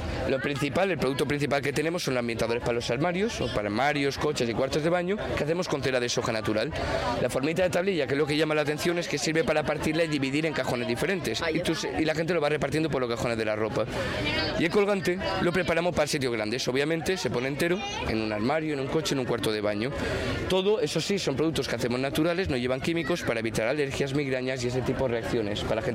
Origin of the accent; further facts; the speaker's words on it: Valencian Community, Spain; now in Granada, Spain; soy valenciano, vivo en Granada